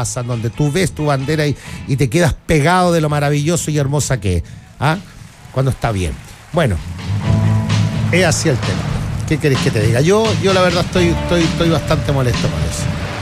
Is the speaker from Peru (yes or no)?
no; Chile; el orgullo que uno siente como chileno